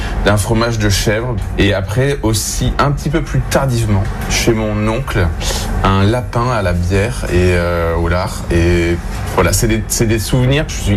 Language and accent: French; Provence-Alpes-Côte d'Azur, France; moi je suis originaire de Provence, on est au pied du Mont Ventoux